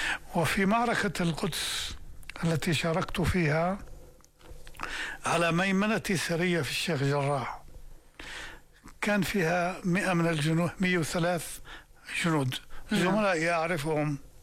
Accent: Jordan; نحن مش أردنيين بس

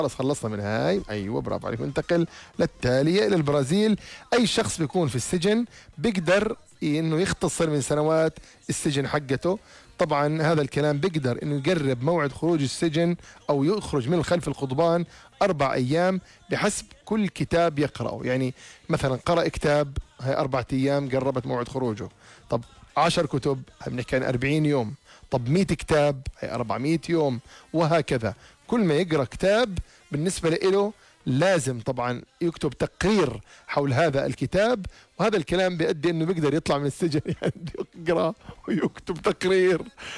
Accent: Jordan; عندنا بالأردن

